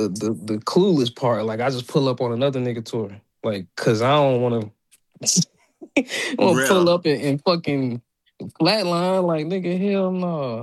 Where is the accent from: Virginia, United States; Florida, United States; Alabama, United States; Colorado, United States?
Virginia, United States; I'm from Virginia. I'm told all the time that I'm not even Southern for real, for real.